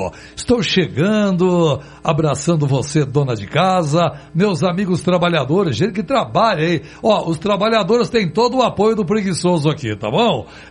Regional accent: Guaíra, Brazil; eu fui criado numa casa lá em Guaíra, numa casa de brasilite, lá em Cavalo Morto, onde eu nasci, viu?

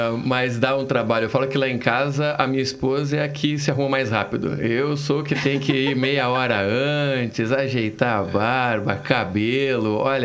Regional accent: Curitiba, Paraná, Brazil; Sou curitibano, que é o leite quente.

